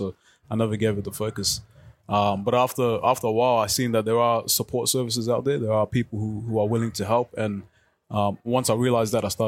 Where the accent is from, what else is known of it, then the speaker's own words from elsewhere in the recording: Melton, Victoria, Australia; So I grew up in Melton, low SES community. I went to Stourdon College, that's where I graduated, school in Melton South. Grew up in a pretty large family, I think about nine of us.